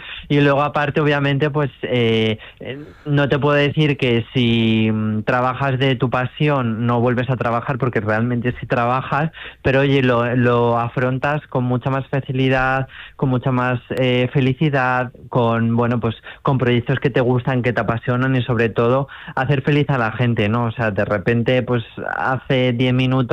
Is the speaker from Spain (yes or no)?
yes; Marchamalo, Castilla-La Mancha, Spain; se me influenció mucho en no relacionarme con gente de mi pueblo y bueno, pues al final yo empecé en un club de competición fuera de Marchamalo y al final estudié posteriormente en Guadalajara y en Madrid.